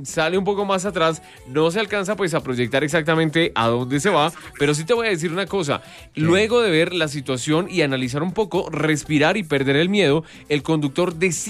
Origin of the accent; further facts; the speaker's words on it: Boyacá, Colombia; Todos somos boyacenses y como bien lo dice Duan, hacemos parte de este hermoso himno, de esta hermosa identidad que es ser boyacense.